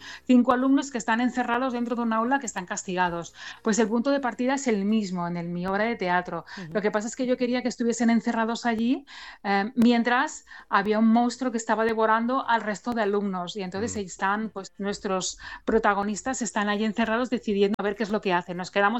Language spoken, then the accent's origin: Spanish; Andratx, Balearic Islands, Spain; Sí, mi pueblo. Es que además me encanta mi pueblo y volverá a salir Andratx también.